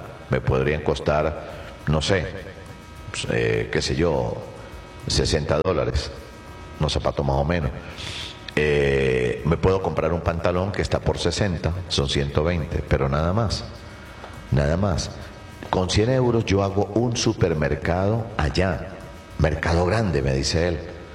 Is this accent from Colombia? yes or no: no; Venezuela